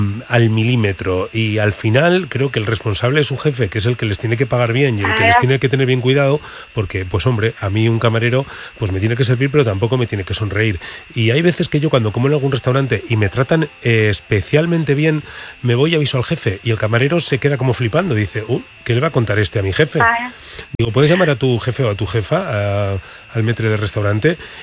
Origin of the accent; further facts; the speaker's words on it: Burgos, Castile and León, Spain; Anda que no he veraneado yo veces en Cantabria, que soy de Burgos.